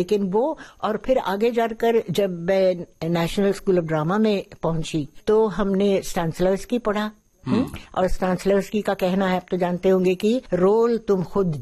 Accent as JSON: {"language": "Hindi", "town": "Pune", "region": "Maharashtra", "country": "India", "tie": "born or raised there", "also_born_or_lived": "Lucknow"}